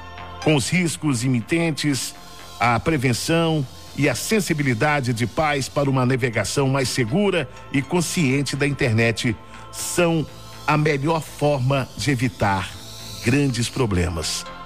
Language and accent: Portuguese; Minas Gerais, Brazil; accent: mineiro; o nosso sotaque mineiro